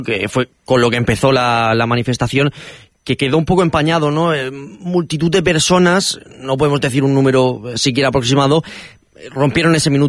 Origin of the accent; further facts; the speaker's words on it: Ceuta, Spain; todos somos ceutíes.